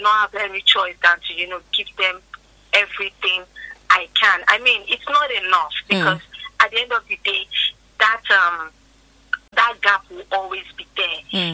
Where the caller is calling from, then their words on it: Abeokuta, Ogun, Nigeria; I'm calling from Abeokuta.